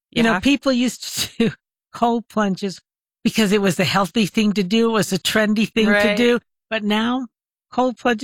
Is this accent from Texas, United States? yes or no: no; Albuquerque, New Mexico, United States; because I grew up here in Albuquerque